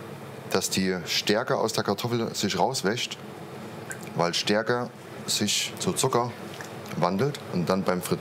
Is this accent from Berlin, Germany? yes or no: no; Saalfeld, Thuringia, Germany; moved away; Ich komme aus Thüringen, aus Saalfeld komme ich ursprünglich. Und um den Beruf Koch richtig zu lernen, bin ich damals als Wirtschaftsflüchtling in den Westen gegangen.